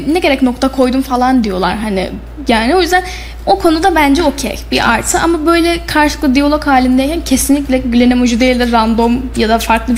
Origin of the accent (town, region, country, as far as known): Kayseri, Turkey; accent: Kayseri dialect